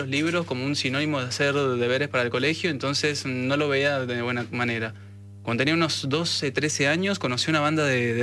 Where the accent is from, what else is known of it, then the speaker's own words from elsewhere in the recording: San Juan, Argentina; moved away as an adult; now in Buenos Aires, Argentina; Me vine a Buenos Aires el 15 de junio del año pasado, hace poquito estoy acá.